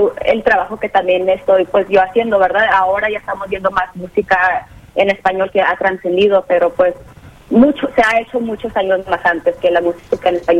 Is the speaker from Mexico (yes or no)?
yes; Mexico; Bueno, mira, yo soy mexicana, sí